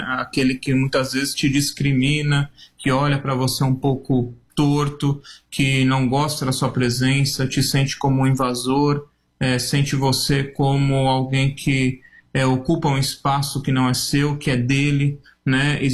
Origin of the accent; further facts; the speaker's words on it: Brazil; pela minha, né, minha formação, minha fisionomia, as pessoas muitos acham que eu sou de outro país que não o Brasil, sou marroquino, sou árabe e tudo.